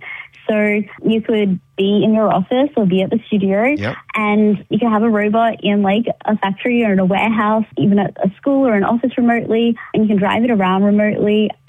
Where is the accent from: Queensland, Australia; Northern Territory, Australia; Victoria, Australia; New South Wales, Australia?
Queensland, Australia; Cairns; moved away as an adult; now in United States; I was from Cairns in Far North Queensland, and there really wasn't any opportunity for me to learn.